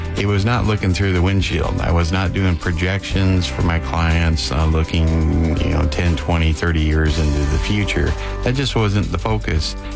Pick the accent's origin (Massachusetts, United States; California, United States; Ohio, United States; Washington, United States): Washington, United States; I'm from Washington.